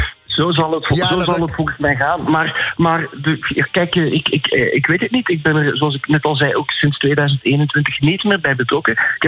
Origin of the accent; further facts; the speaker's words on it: Belgium; Ik ben als Belg ook een fan van jullie Nederlands.